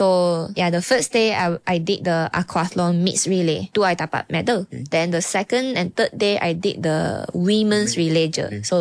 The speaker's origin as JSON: {"language": "English", "region": "Sarawak", "country": "Malaysia", "said": "I'm from Sarawak kot."}